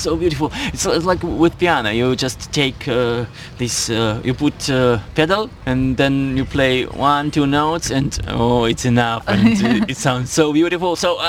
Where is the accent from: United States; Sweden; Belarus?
Belarus; I'm from Belarus. I play accordion and I'm here.